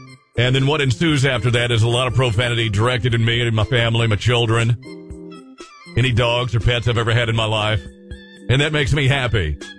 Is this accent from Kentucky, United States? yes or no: yes; Kentucky, United States; moved away as an adult; also born or lived in South Carolina; now in California, United States; we all live in California. But I am from Kentucky. And the state I used to work in prior to coming here was South Carolina.